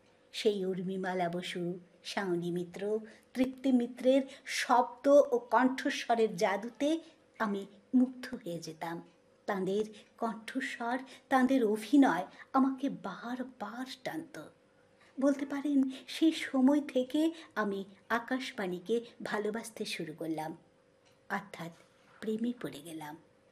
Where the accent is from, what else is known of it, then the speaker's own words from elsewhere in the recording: Belonia, Tripura, India; আমার জন্ম আমার বেড়ে ওঠা বিলোনিয়াতে। স্কুল কলেজ অর্থাৎ শৈশব থেকে যৌবন সবটাই আমার বিলোনিয়াতে।